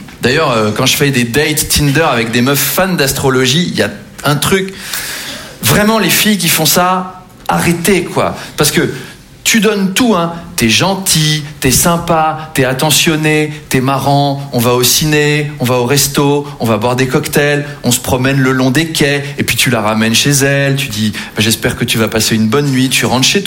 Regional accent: Versailles, Île-de-France, France; born or raised there

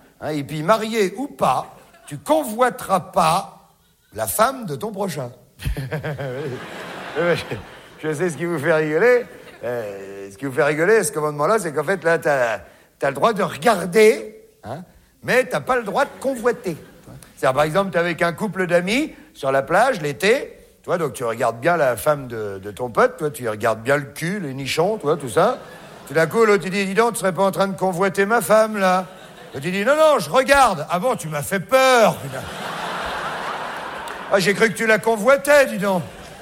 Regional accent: France; Hein, vous avez vu, chez nous, en France, ils ont dit, ah oui.

